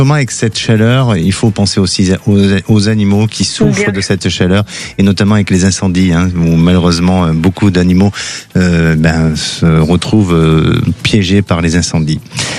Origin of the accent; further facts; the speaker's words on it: Bordeaux, Nouvelle-Aquitaine, France; les meilleurs cannelés de Bordeaux, parce que je suis bordelais, donc je connais bien les cannelés.